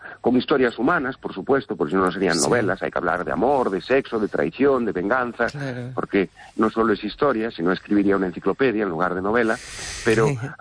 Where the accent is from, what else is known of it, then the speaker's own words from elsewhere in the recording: Galicia, Spain; siendo gallego, aficionado a la historia